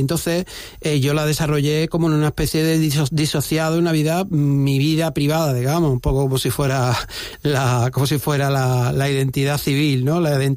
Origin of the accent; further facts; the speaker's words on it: Málaga, Andalusia, Spain; No, yo soy de Málaga, lo que pasa es que acabé en Torremolinos otra vez por mi madre también.